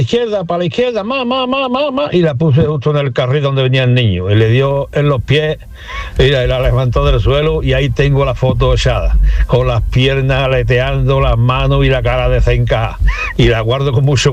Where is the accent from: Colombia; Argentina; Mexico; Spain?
Spain; Seville, Andalusia; fui con mi señora a Granada, porque soy de Sevilla